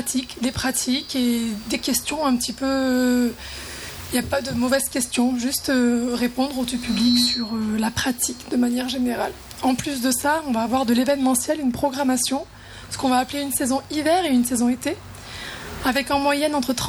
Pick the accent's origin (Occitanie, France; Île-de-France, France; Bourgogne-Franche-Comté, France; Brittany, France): Occitanie, France; Luz-Saint-Sauveur; je suis originaire de Lucin-Sauveur et que j'ai vécu 10 ans dans les Alpes.